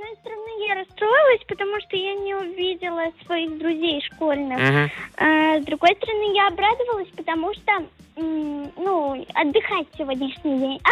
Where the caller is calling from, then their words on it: Odintsovo, Moscow Oblast, Russia; Я из Одинцова.